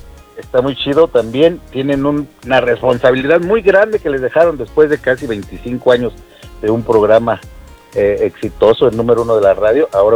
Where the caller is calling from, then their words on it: Guadalajara, Jalisco, Mexico; de Guadalajara.